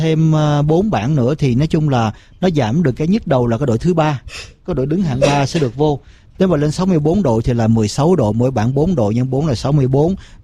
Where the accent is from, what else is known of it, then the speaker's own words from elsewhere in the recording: United States; mình là người Mỹ gốc Việt nha.